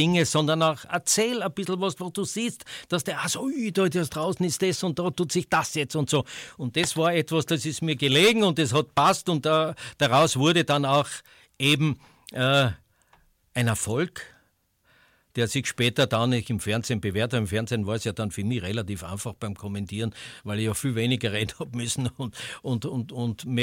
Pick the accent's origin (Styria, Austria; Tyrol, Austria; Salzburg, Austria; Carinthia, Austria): Styria, Austria; Und ich war halt ein Steirer, der halt ein bisschen schert.